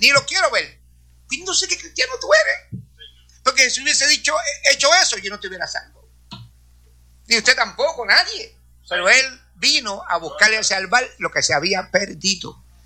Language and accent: Spanish; Corozal, Puerto Rico; moved away; allá en mi isla, especialmente en el pueblo de Corozal